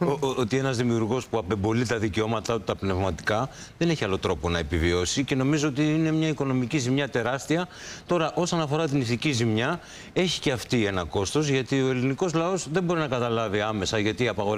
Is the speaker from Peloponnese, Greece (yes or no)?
yes; Tripoli, Peloponnese, Greece; Αν και είμαι και εγώ από την Τρίπολη